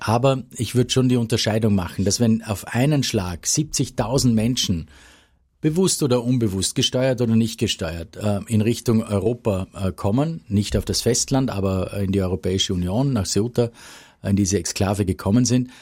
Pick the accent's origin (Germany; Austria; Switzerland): Austria; Höchst, Vorarlberg; aber natürlich kenne ich die Schweiz gut, weil ich eben an der G